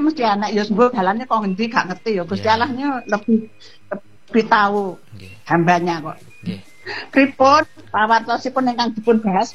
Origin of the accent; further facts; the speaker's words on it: Java, Indonesia; Kalau menurut aku ya orang Jawa